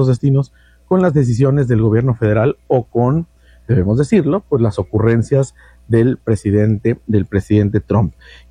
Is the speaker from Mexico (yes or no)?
yes; Mexico; nosotros como mexicanos hemos seguido viajando e incrementando el número de viajeros a los Estados Unidos